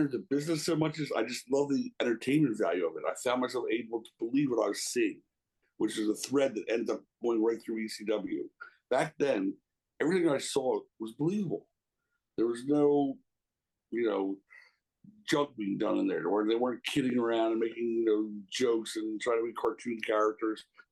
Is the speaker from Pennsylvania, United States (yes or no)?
yes; Philadelphia, Pennsylvania, United States; I'm from the Philadelphia area, suburb of Philadelphia.